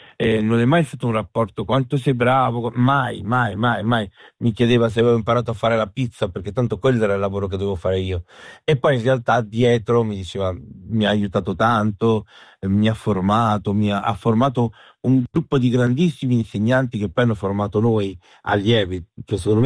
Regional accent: Apulia, Italy; Nel mio paesino, che è un paesino del provincia di Bari, non c'era il cinema, come purtroppo ancora adesso è

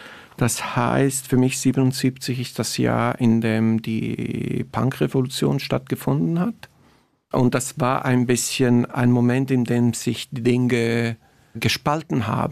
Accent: Dübendorf, Zurich, Switzerland; also born or lived in Oerlikon / Bülach; Ja, ich bin in der Schweiz geboren und mein Vater war Ingenieur bei der Brombovery, die heutige ABB. Und mein Vater arbeitete in Oerlikon und wir sind zuerst in Oerlikon, dann Bülach, dann Dübendorf. Und ich bin in Dübendorf aufgewachsen.

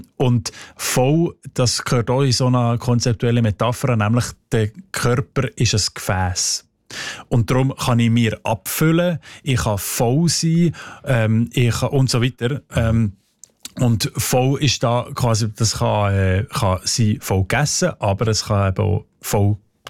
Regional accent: Fribourg, Switzerland; accent: Seislerdeutsch

